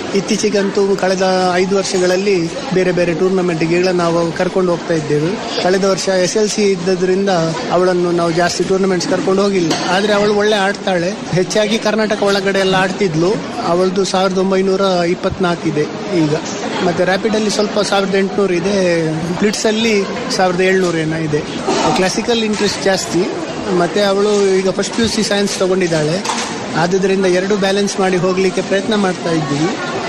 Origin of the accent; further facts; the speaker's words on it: Mangalore, Karnataka, India; ನಾನು ಮಂಗಳೂರಿಂದ ಬಂದಿದ್ದೀನಿ.